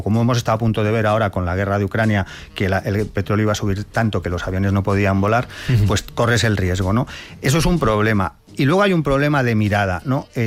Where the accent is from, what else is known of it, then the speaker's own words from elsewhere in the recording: Madrid, Community of Madrid, Spain; yo soy de Madrid y vivo en el centro, o sea, es decir, vivo en un milagro porque todavía vivo en el centro de Madrid